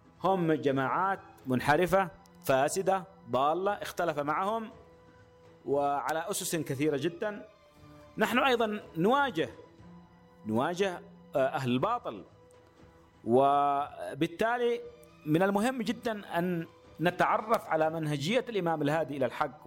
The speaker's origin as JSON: {"language": "Arabic", "country": "Yemen", "said": "وهذا ما يحتم علينا كيمنيين أن نعود إليه لندرسه باعتباره تراثا"}